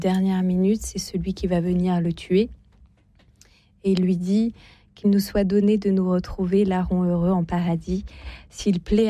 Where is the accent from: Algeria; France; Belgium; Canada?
France; Auvergne-Rhône-Alpes; Alors, ben moi, je viens de Savoie en plus, donc ça nous fait un point commun.